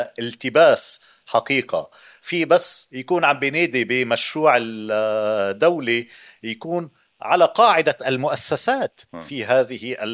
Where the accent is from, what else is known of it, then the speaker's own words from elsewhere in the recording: Lebanon; مصلحتنا كلبنانيين،